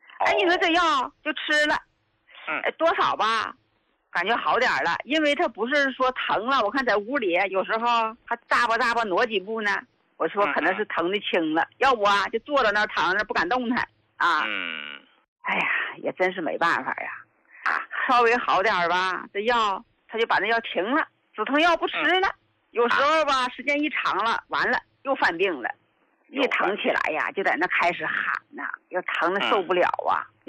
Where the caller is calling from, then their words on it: Jiangsu, China; 我是江苏的，今天来呢，就是我来替我老伴儿来反馈来了。